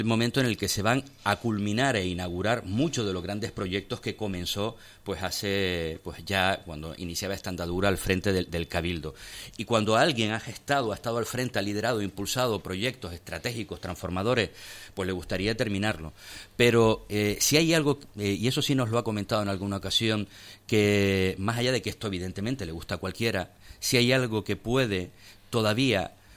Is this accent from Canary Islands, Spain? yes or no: yes; Temisas, Canary Islands, Spain; yo soy de Temisa, ha sido alcalde de Agüime y lo conozco desde